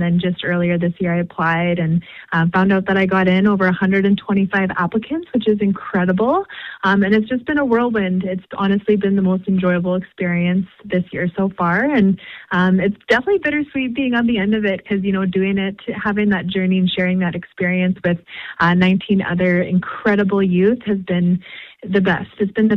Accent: Fort McMurray, Alberta, Canada; also born or lived in Cold Lake First Nations, Alberta; But I actually grew up in Fort McMurray, Alberta, which is in Treaty 8 territory. So I always like to, you know, pay respect to where I grew up. I went to high school in Fort McMurray

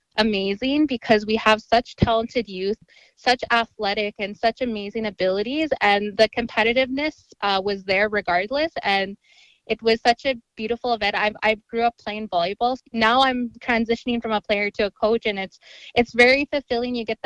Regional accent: Ochapowace First Nation, Saskatchewan, Canada; growing up on Ochapaways First Nation

